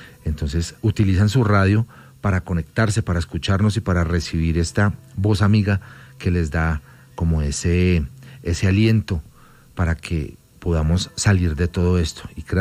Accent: Colombia; aquí somos colombianos y eso es lo más importante en este momento.

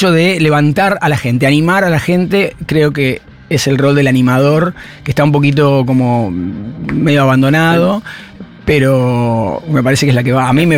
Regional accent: Montevideo, Uruguay; soy de Montevideo

